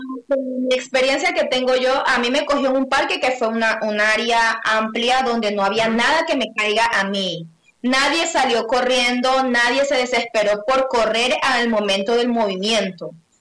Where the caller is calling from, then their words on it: Ecuador; que Dios bendiga a mi Ecuador